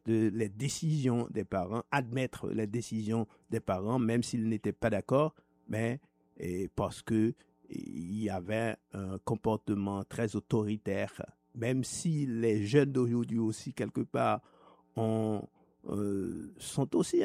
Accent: Haiti; Si un pays que je devais aimer, c'est Haïti, puisque je suis haïtien. Okay? Ça, je n'ai pas besoin de le dire. En m'entendant parler, vous savez tous que je suis haïtien.

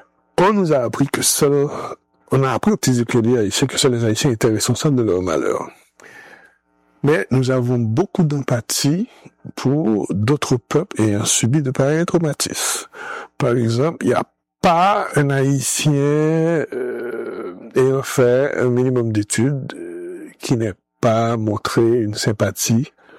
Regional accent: Haiti; c'est-à-dire créer chez nous en Haïti

